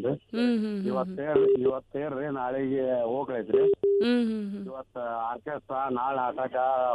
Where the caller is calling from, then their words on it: Dharwad, Karnataka, India; ನಾವಿಲ್ಲಿ ಧಾರವಾಡದಿಂದ